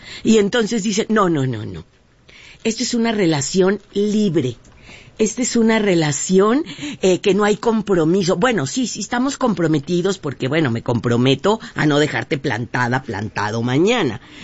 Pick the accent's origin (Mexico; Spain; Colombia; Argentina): Mexico; Y sí, claro, sí, somos mexicanos, no, a ver, ¿qué somos?